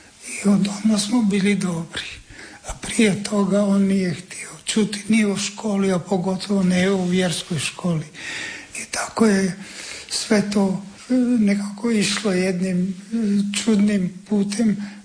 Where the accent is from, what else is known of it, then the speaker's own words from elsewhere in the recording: Sveti Juraj na Bregu, Međimurje County, Croatia; i ja sam završio osnovnu školu u mom zavičaju u Međimurju, Sveti Juraj na Bregu